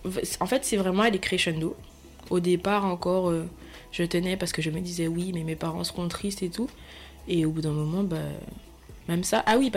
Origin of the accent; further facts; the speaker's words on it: Guadeloupe; j'ai grandi en Guadeloupe avec mes parents et tout.